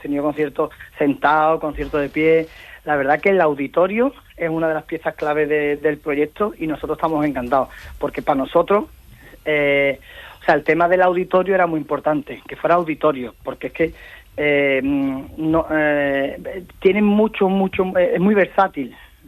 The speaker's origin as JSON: {"language": "Spanish", "town": "Cádiz", "region": "Andalusia", "country": "Spain", "said": "evidentemente somos gente sensible, somos gente de Cádiz y queremos caminar."}